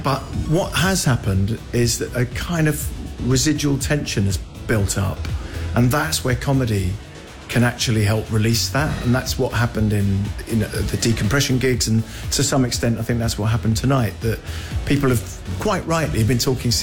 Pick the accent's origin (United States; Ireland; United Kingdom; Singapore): United Kingdom; Aldershot, South East England; But I grew up in a military town. I was born in Aldershot.